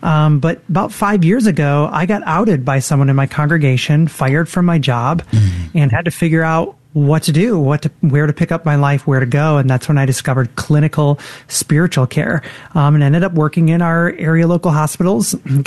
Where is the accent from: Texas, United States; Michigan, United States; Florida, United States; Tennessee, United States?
Michigan, United States; Well, I grew up born and raised here in the state of Michigan, had a couple stops around the country. I grew up here